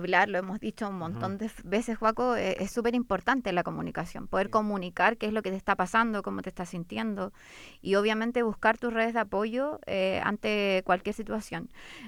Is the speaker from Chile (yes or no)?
yes; Chile; Para nosotros como chilenos no tanto.